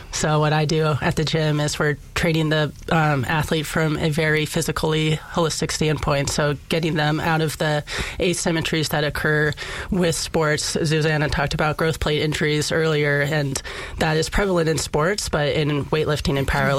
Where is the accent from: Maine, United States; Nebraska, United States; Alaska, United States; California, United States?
Alaska, United States; Kodiak; For example, I grew up in Kodiak, and you're in a town of 10,000 people. You're encouraged to do every sport.